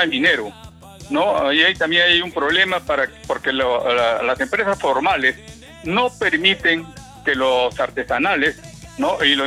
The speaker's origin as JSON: {"language": "Spanish", "country": "Peru", "lives_now": "Chimbote, Peru", "said": "todos somos peruanos"}